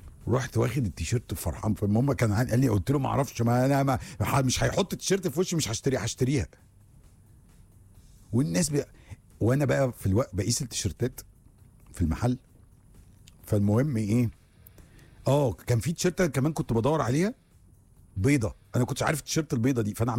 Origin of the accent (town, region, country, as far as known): Egypt